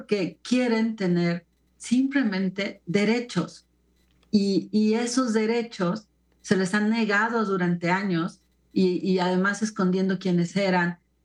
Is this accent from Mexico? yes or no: yes; Mexico; No tiene los índices homofóbicos de Brasil o de México, que somos los países de América Latina con este índice más alto